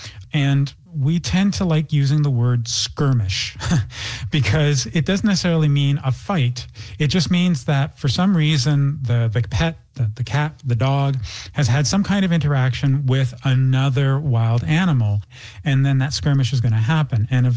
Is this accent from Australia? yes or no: no; Toronto, Ontario, Canada; I'm from Toronto.